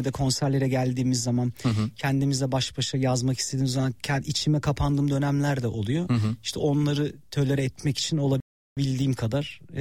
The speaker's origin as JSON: {"language": "Turkish", "town": "Şarkışla", "region": "Sivas", "country": "Turkey", "said": "Tabii biz Şarkışlılıyız. Dedemler, anne tarafım hep Ozan."}